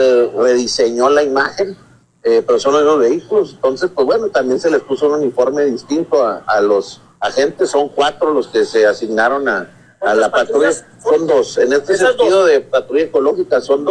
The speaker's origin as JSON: {"language": "Spanish", "town": "Ciudad Juárez", "region": "Chihuahua", "country": "Mexico", "said": "aquí los que somos de Juárez desde hace muchos años"}